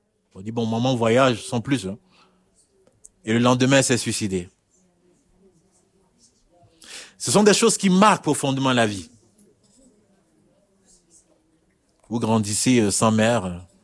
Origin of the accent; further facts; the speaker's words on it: Chad; moved away; also born or lived in Côte d'Ivoire / Burkina Faso; je suis de nationalité tchadienne.